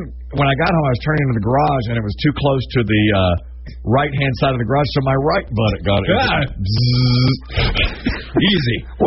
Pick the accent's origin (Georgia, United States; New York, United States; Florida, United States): Georgia, United States; Thank you, Terry. … from Georgia.